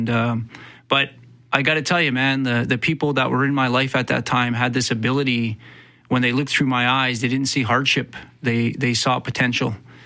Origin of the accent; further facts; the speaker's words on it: Winnipeg, Manitoba, Canada; Yeah, I was born in Winnipeg's North End.